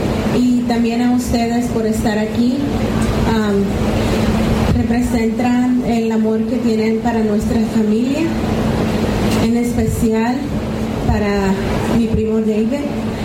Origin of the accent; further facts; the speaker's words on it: El Salvador; moved away as an adult; yo crecí en El Salvador, vine a la edad de 19 años